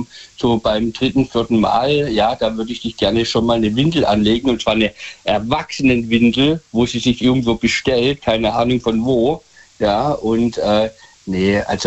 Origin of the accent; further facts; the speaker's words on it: Michelstadt, Hesse, Germany; Ja, aus Michelstadt, Hessen.